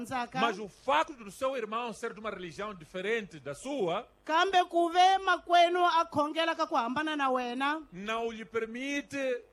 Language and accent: Portuguese; Mozambique; Mas se nós, como moçambicanos